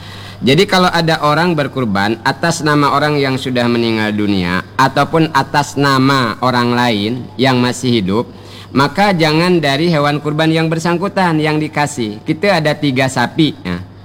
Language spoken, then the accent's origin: Indonesian; Bangka Belitung Islands, Indonesia; Kata kita orang Bangka dak buruk sigung.